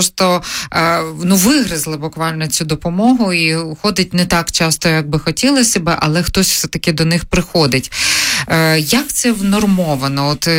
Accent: Brovary, Kyiv Oblast, Ukraine; із моїх рідних Броварів

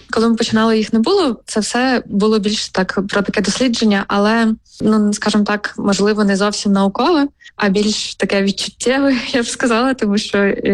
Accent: Chernivtsi Oblast, Ukraine; тому що це моя мала батьківщина

